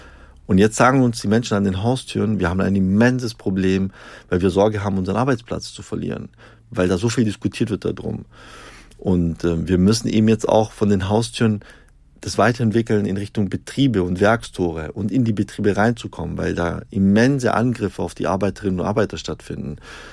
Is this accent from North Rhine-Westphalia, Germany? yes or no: no; Stuttgart, Baden-Württemberg, Germany; Ich komme ja aus Stuttgart.